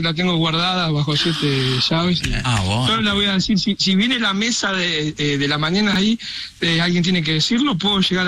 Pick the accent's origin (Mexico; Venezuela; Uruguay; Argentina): Uruguay; Como soy uruguayo, claro. Y bueno, hasta el día de hoy la gente por la calle me